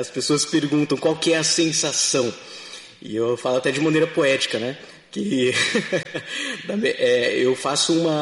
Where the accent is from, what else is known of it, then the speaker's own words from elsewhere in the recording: Porto Velho, Rondônia, Brazil; born there; Eu nasci em Porto Velho, né, capital ali de Rondônia